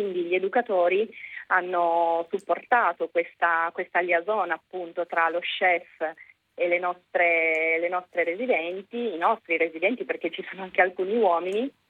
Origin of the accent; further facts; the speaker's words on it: Piedmont, Italy; pur da piemontese